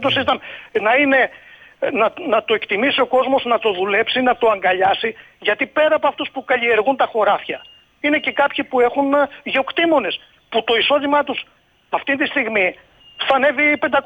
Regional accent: Western Macedonia, Greece; born there; επειδή μένω στο χωριό, έχω επενδύσει εδώ στον τόπο μου. Τον αγαπάω τον τόπο, δεν έχω φύγει. Δεν έχω φύγει. Είμαι 55 χρονών, εδώ θα μείνω.

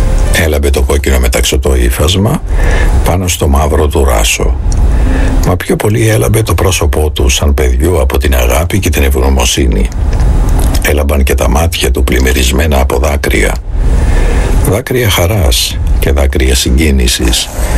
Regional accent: Syria; Greek is a second language; moved away; ο πατέρας μου έκανε πολλά καλά στην πατρίδα μου λόγω της δουλειάς του. Το όνομα του πατέρα μου έγινε πολύ γνωστό μέσα από το έργο του. Μια μέρα μπήκαν οι αντάρτες, οι φανατικοί Ισλαμιστές στο σπίτι μας, που βρισκόταν σε μια παραθαλάσσια μεσογειακή πόλη της Συρίας.

